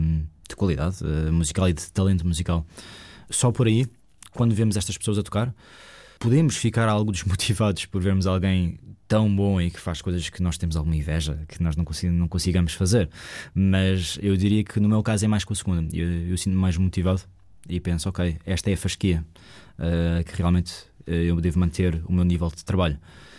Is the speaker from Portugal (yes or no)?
yes; Caldas da Rainha, Centro, Portugal; sou natural das Caldas da Rainha, tenho 27 anos